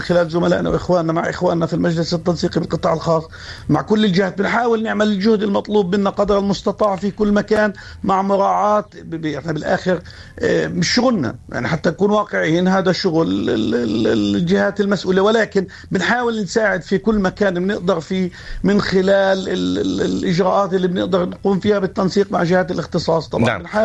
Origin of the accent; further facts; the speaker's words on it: Palestine; انا كمواطن فلسطيني من عايش الحاله.